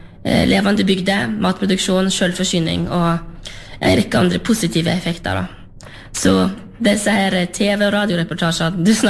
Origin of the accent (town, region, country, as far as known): Sørheim, Vestland, Norway